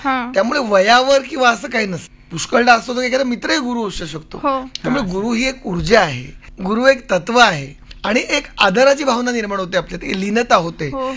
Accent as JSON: {"language": "Marathi", "town": "Aurangabad", "region": "Maharashtra", "country": "India", "tie": "born or raised there", "said": "आमच्या शेजारी औरंगाबादला माझं बरंचसं बालपण गेलं औरंगाबादला, आणि त्या ठिकाणी आमच्या शेजारी एक ग्रहस्थ होत"}